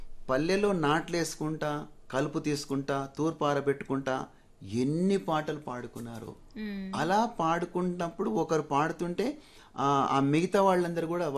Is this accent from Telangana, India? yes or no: yes; Remaddula, Telangana, India; moved away; మాది పాలమూరు జిల్లా కొల్లాపూర్ తాలూకా రేమద్దుల గ్రామం